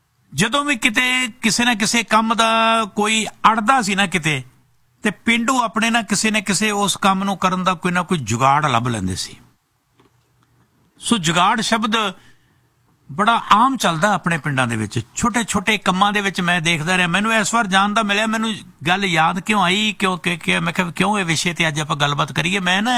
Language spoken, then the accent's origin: Punjabi; Amritsar, Punjab, India; ਇੱਕ ਮੈਂ ਅੰਮ੍ਰਿਤਸਰ ਦਾ ਰਹਿਣ ਵਾਲਾ